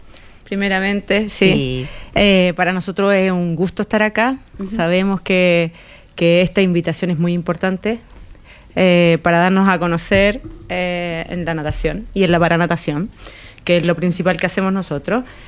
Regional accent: Chile; Y rojo porque somos chilenos y el rojo nos identifica.

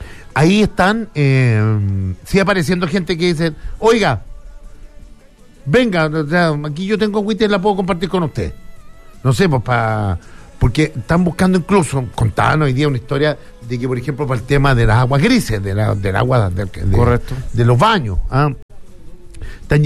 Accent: Chile; como somos los chilenos.

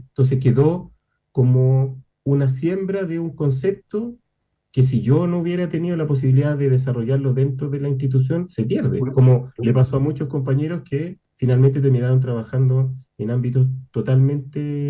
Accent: Santiago, Santiago Metropolitan Region, Chile; Yo soy de Santiago.

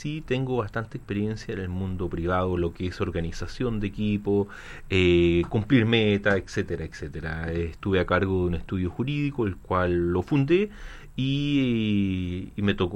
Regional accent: Talca, Maule, Chile; yo soy nacido y criado en Talca, estudié en el Colegio Andes, después hice el preuniversitario en el Cervantes y luego la Universidad de Talca. Ese ha sido mi recorrido por Talca

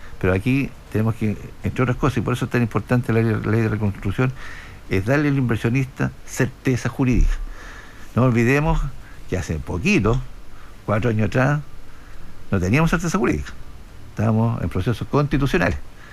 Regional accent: Coihueco, Ñuble, Chile; Soy de Coihueco.

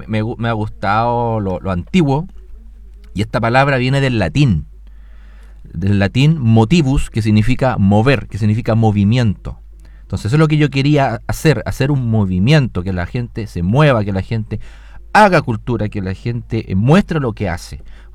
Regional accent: Cauquenes, Maule, Chile; la hice pensando en mi tierra querida, que es Cauquenes

